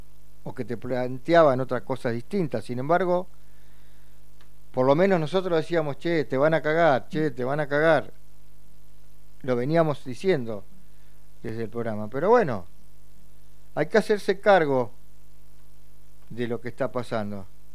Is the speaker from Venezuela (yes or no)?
no; Argentina; Y nos concientizamos de lo que nos pasa como argentinos, ¿no? Como ciudadanos de este país